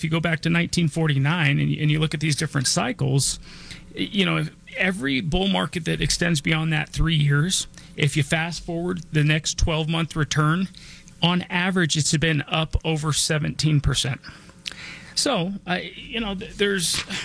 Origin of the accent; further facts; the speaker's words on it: Denver, Colorado, United States; I was born and raised here in Denver.